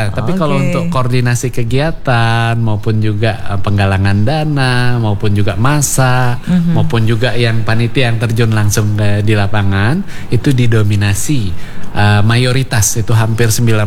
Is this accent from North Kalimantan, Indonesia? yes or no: no; Palembang, South Sumatra, Indonesia; moved away as an adult; now in Manokwari, Indonesia; Saya kan asal dari Palembang.